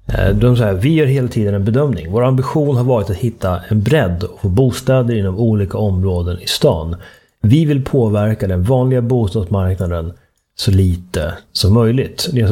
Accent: Uppsala, Uppsala County, Sweden; Sveriges lantbruksuniversitet, ärvördig institution i min hemstad Uppsala

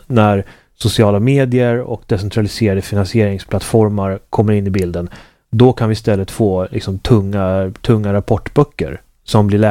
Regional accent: Sweden; Då kan vi bo i Sverige som jag egentligen ville, för det är mitt hemland

